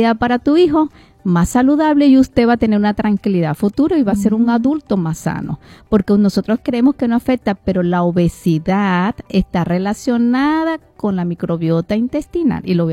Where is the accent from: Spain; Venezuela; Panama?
Venezuela; moved away; lo digo yo que vengo de Venezuela